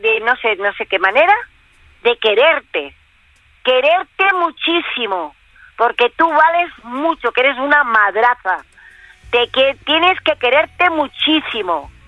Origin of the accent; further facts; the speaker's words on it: Villafranca, Spain; yo me fui a la Cruz Roja de Villafranca, de mi pueblo, del pueblo que sea